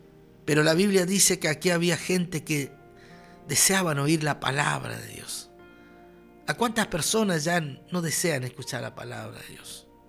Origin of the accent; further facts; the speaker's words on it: Chaco, Argentina; Nosotros chaqueños teníamos problemas en esa época